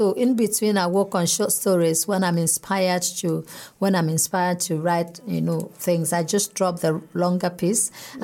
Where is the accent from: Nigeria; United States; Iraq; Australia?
Nigeria; now in Austria; you do something as a Nigerian, and maybe the Austrians, the biological Austrians don't understand why you're doing it, and then maybe as a Nigerian too, you don't understand why the Austrians don't understand.